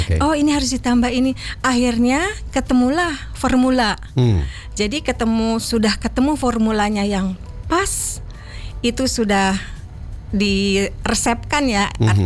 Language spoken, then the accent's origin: Indonesian; Bogor, West Java, Indonesia; Saya lahir, besar, kerja, nikah, punya anak, semua di Bogor.